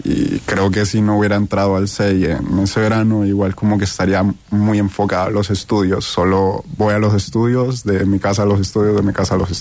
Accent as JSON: {"language": "Spanish", "country": "Colombia", "moved": "yes", "said": "Yo vengo de Colombia."}